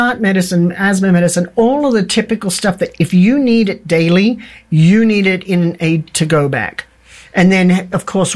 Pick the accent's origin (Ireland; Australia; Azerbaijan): Australia; now in Santa Fe, United States; fire to me, I'm from Australia and it's the land of fire, and fire has always been a big concern. And so here we are, and in Santa Fe, we're lucky